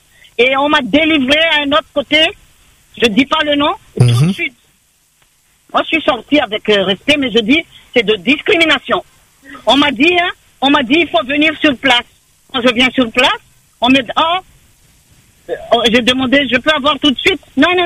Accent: France; J'ai ma carte d'identité française, moi. Je suis française, rentrée à La Réunion.

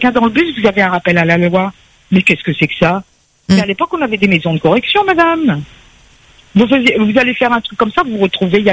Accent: Réunion, France; c'est à nous aussi, en tant que Réunionnais, de réfléchir.

